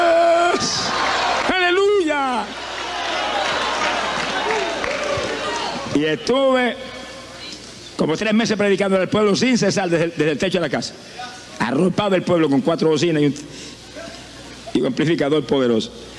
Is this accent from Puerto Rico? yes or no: yes; Camuy, Puerto Rico; born or raised there